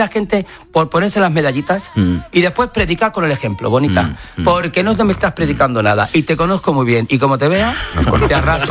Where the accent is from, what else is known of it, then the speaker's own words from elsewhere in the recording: Madrid, Community of Madrid, Spain; Soy madrileño, Madrid no entiende de política, soy madrileño